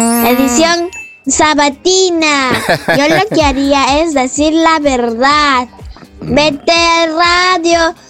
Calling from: Lurín, Lima, Peru; del Lurín.

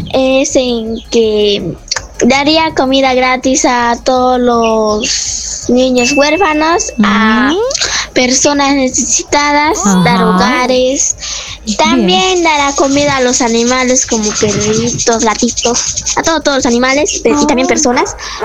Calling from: Pichanaqui, Junín, Peru; de Pichinaki

